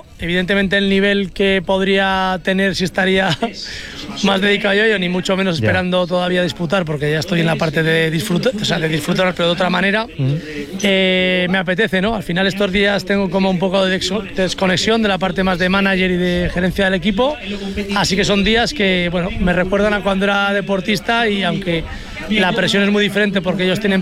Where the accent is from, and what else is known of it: La Rioja, Spain